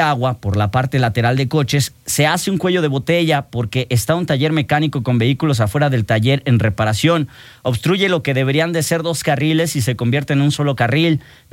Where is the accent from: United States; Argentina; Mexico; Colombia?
Mexico; Somos iguales, somos mexicanos